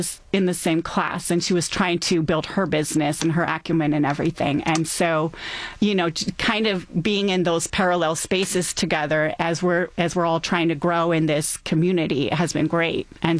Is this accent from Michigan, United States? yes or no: yes; Detroit, Michigan, United States; taking kind of these very familiar tastes that we grew up with in Metro Detroit, or most of us grew up